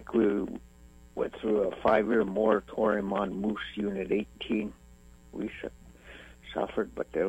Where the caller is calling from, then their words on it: Kasigluk, Alaska, United States; I'm calling from Kasiguk